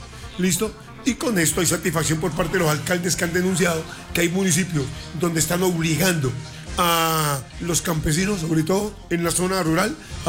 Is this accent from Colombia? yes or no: yes; Colombia